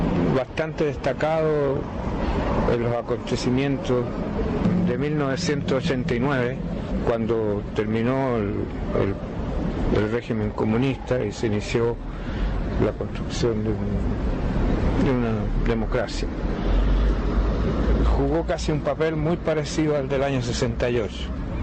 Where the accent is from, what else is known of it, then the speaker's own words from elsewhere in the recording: Chile; También yo como chileno